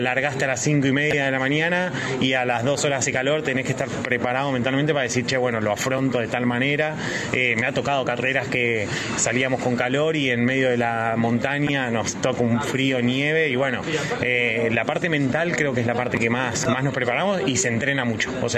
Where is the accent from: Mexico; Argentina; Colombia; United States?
Argentina; Dina Huapi, Río Negro; yo soy de Dinahuapi, Bariloche, mucho frío, nieve